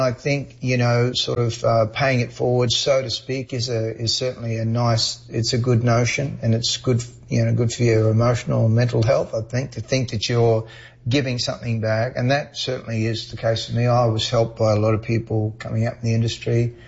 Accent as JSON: {"language": "English", "region": "Queensland", "country": "Australia", "tie": "born or raised there", "moved": "yes", "said": "in Queensland, of all places, very near to my hometown."}